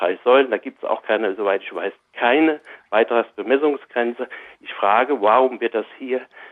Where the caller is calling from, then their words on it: Taunusstein, Hesse, Germany; Ja, hallo Frau Krüger, ich bin aus Taunusstein. Der Kollege hat den Taunus vergessen.